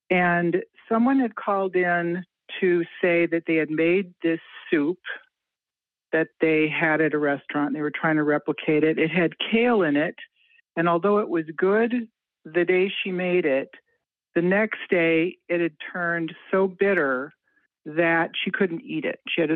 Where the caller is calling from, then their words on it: Hartford, Wisconsin, United States; Hartford, Wisconsin.